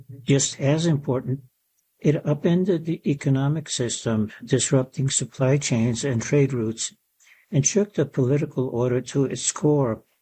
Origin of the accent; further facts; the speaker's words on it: England, United Kingdom; As a child growing up outside London, I learned next to nothing about the American Revolution and its global ripple effects.